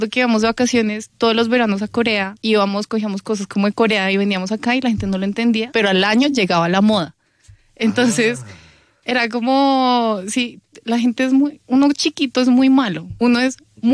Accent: Colombia; Pero entonces nosotras crecimos en Colombia, lo siento, pero los hombres colombianos son, wow, para mí, gracias, mucho más atractivos.

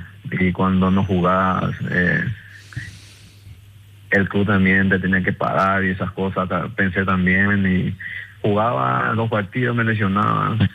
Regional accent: Caazapá, Paraguay; Yo vine de Casapá y empecé en General Díaz en la sub-20.

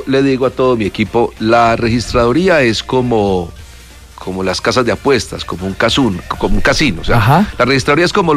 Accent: Colombia; ustedes y yo somos colombianos

